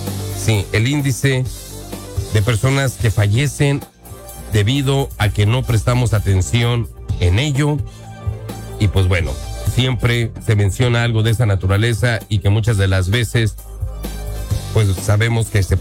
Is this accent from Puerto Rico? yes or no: no; Mexico; parece ser que nosotros como mexicanos, septiembre, pues es un día en que ya se volvió un mes